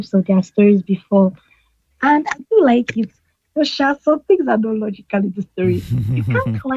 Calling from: Abuja, Federal Capital Territory, Nigeria; I'm calling from Dusty in Abuja.

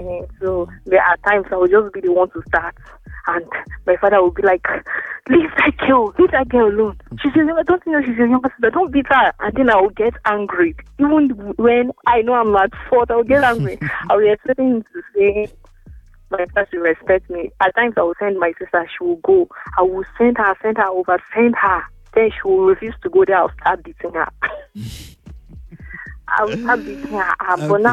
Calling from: Abuja, Federal Capital Territory, Nigeria; I'm coming from Life Camp.

